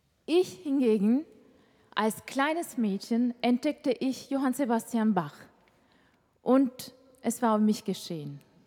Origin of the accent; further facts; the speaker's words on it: Istanbul, Turkey; German is a second language; moved away as an adult; now in Germany; Wir kommen beide aus Istanbul und sprechen dieselbe Sprache. Aber wir sind mit unterschiedlichen traditionellen Musiken aufgewachsen.